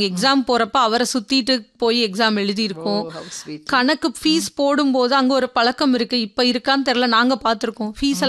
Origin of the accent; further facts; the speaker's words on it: Virudhunagar, Tamil Nadu, India; கர்ம வீரர் காமராஜர் பிறந்த விருதுநகர்ல தான் நான் பிறந்தேன்.